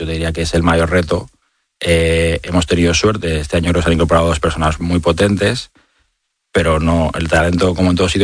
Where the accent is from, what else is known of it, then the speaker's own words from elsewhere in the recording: Spain; los españoles, sabes que somos muy cainitas